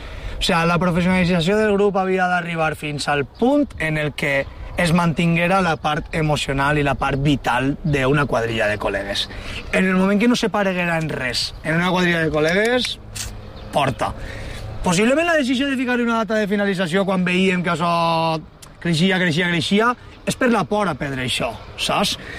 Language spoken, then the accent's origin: Catalan; Valencian Community, Spain; com podem deixar de costat la cosa tan personal que tenim nostra com a valencians?